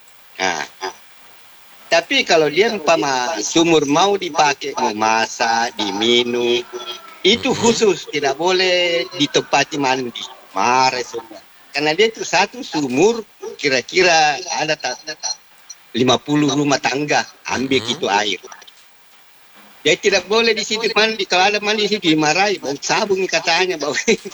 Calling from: Indonesia; dari Rapuk Kalung.

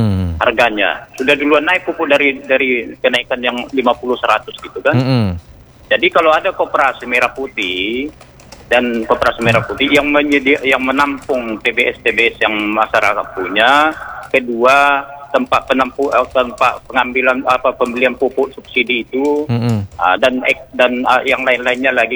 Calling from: Riau, Indonesia

